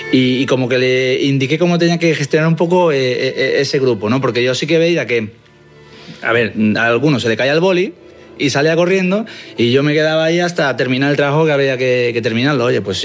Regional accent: Málaga, Andalusia, Spain; also born or lived in Madrid; Yo soy de Málaga, obviamente, estudié el bachillerato en Málaga. Y cuando me iba a mudar, en el 2002 estamos hablando, estaba o Madrid, la Politécnica, o te tenías que ir a Barcelona.

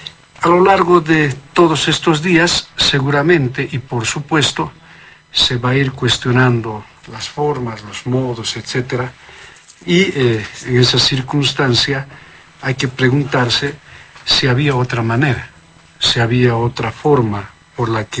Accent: Bolivia

